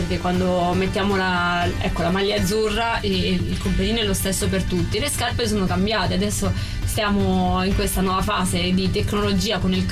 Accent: Mottola, Apulia, Italy; Mottola, provincia di Taranto.

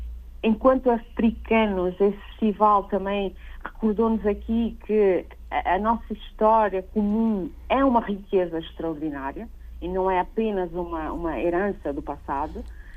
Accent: Cape Verde; enquanto cabo-verdiana

